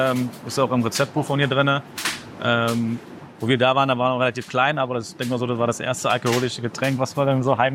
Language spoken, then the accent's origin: German; Berlin, Germany; now in Bangkok, Thailand; Wir sind ja im Ostteil Berlins aufgewachsen und mit 12 Jahren waren, ist die Mauer gefallen.